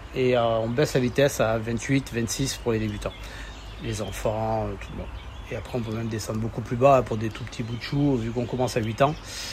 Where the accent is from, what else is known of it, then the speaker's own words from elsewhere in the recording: Perpignan, Occitanie, France; moved away as an adult; now in Bram, France; Je suis de Perpignan